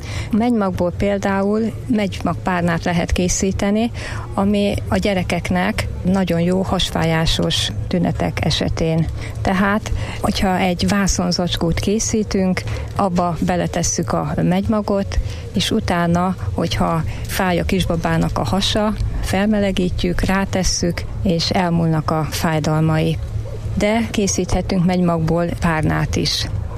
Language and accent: Hungarian; Hungary; ha már magyarok vagyunk